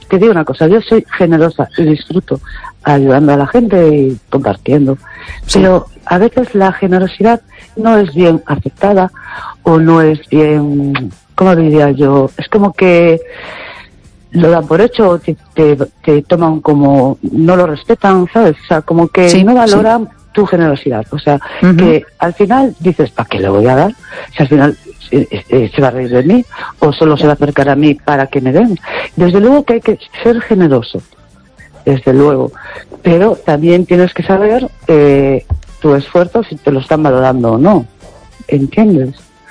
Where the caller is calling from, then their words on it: Chapela, Galicia, Spain; De Chapela.